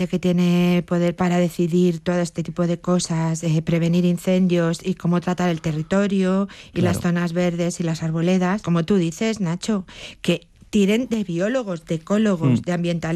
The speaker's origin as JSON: {"language": "Spanish", "town": "Oliva de Mérida", "region": "Extremadura", "country": "Spain", "said": "Yo soy de Oliva de Mérida, Badajoz."}